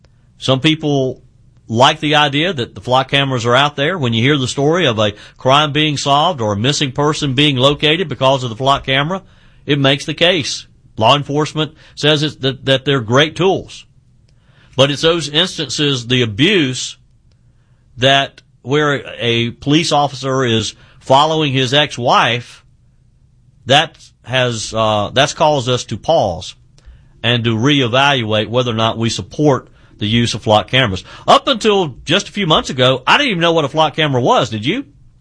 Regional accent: South Carolina, United States; born there; my home state of South Carolina

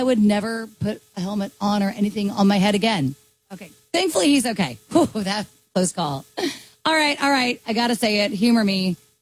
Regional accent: the South, United States; I'm from the South

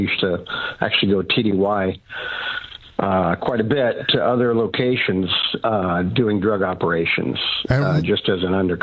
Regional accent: Colon, Nebraska, United States; I am from Colon, Nebraska, which is about 40 miles directly west of Omaha. It's a very small, it's actually a village, 110 people still today. Very small town.

